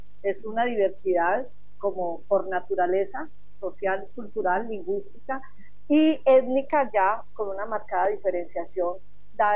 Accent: Colombia; now in Argentina; vivir desde la distancia las múltiples tragedias y los diversos dolores por los que está pasando mi país, Colombia.

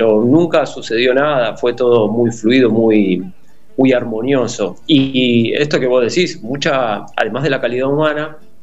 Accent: La Plata, Buenos Aires Province, Argentina; No, aporteñado no, más bien de La Plata.

